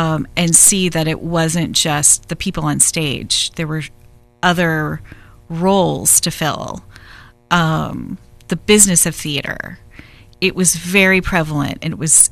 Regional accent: Anaheim, California, United States; I grew up in Orange County. Don't hold that against me, California. Anaheim, specifically, and North Orange County when I was a young child.

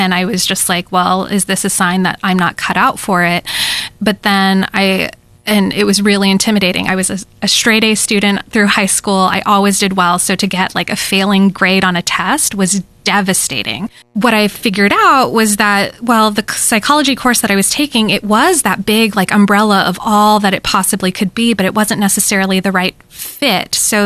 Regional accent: Temecula, California, United States; moved away as an adult; growing up in Temecula, which felt like such a small town where I didn't always feel like I fit

